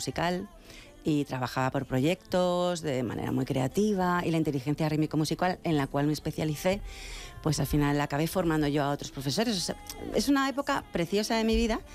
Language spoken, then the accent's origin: Spanish; Madrid, Community of Madrid, Spain; es la plaza donde yo compraba de pequeña en el mercadillo con mi madre.